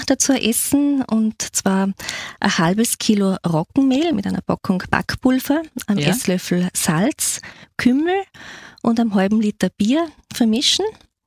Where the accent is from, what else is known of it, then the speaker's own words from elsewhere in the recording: Altmünster, Upper Austria, Austria; also born or lived in Gmunden / Bad Ischl; die ersten Lebensjahre bin ich in Gmunden aufgewachsen und nachher und eben in Altmünster am Traunsee. Das ist dort, wo die Kiesekids herkommen. Und die höhere Schule habe ich dann in Bad Ischl gemacht.